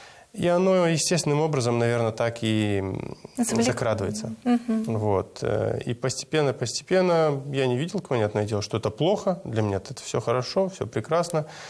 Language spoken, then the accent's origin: Russian; Moldova; moved away as an adult; в 18 лет, еще до того, как мы переехали из Молдовы в этот университет Нижний Новгород